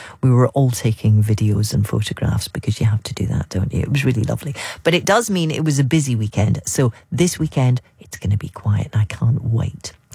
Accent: Edinburgh, Scotland, United Kingdom; it was in a place just outside my hometown of Edinburgh.

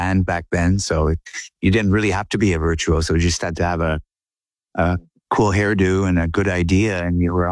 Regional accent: Montreal, Quebec, Canada; I grew up in Montreal, and that was always a very big progressive rock music city.

